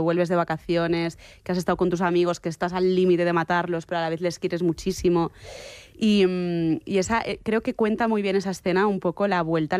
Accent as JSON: {"language": "Spanish", "town": "Barcelona", "region": "Catalonia", "country": "Spain", "said": "yo es que soy de Barcelona, entonces yo la cosa del mar, de estar morenita"}